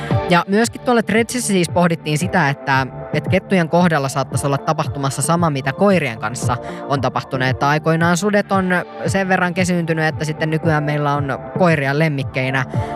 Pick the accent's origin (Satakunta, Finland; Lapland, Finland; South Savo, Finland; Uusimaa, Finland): Satakunta, Finland; Pori; niin on tullut vastaan vaikka esimerkiksi kotikaupungissani Porissa oli ollut tällainen joku kettu keskustassa.